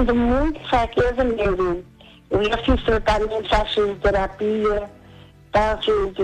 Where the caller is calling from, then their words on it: Brazil; Eu venho lá do Brasil.